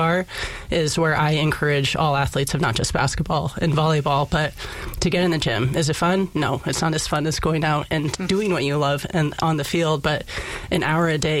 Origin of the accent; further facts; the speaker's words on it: Kodiak, Alaska, United States; For example, I grew up in Kodiak, and you're in a town of 10,000 people. You're encouraged to do every sport.